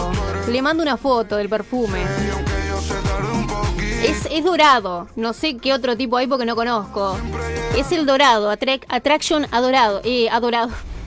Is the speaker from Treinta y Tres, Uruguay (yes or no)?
yes; Vergara, Treinta y Tres, Uruguay; Somos de Vergara, 33, ….